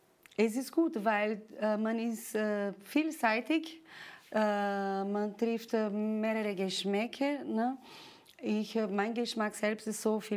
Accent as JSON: {"language": "German", "country": "Brazil", "moved": "yes", "said": "ich als Brasilianerin"}